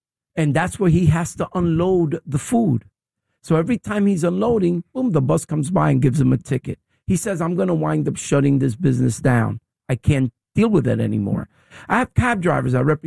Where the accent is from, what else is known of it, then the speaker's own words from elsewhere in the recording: New York City, New York, United States; I come from the Lower East Side, bro.